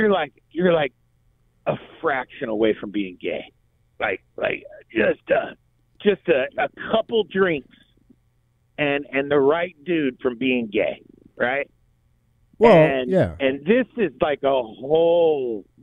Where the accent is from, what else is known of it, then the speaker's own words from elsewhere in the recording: Los Angeles, California, United States; born there; that's where my family was in L.A., surrounded by Hispanics.